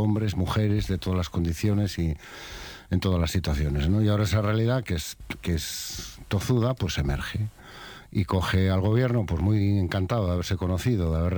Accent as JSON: {"language": "Spanish", "country": "Spain", "said": "O sea, eso es el país que queremos. O sea, eso es España hoy. Eso somos los españoles."}